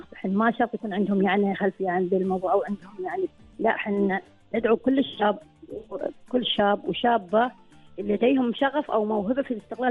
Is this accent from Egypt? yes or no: no; Oman